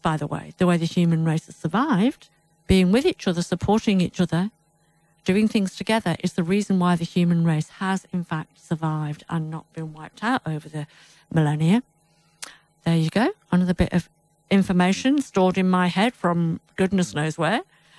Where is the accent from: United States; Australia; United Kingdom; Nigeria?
United Kingdom; England; born there; moved away